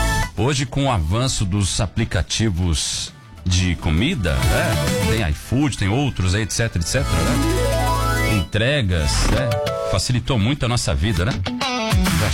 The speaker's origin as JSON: {"language": "Portuguese", "town": "São Bernardo", "country": "Brazil", "tie": "born or raised there", "said": "São Bernardo, minha terra"}